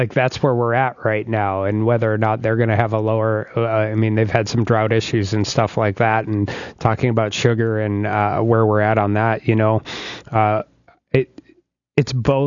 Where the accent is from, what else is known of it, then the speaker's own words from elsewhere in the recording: Dickinson, North Dakota, United States; But I give my hometown credit. It took a little while, but everybody got back on board again, and it's still going to be great for Dickinson.